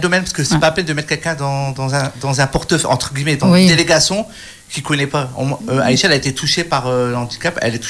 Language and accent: French; Tourcoing, Hauts-de-France, France; Malheureusement, je suis de Tourcoing